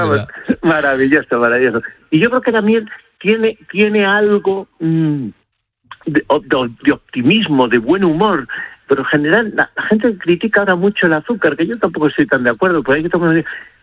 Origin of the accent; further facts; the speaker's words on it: Castile and León, Spain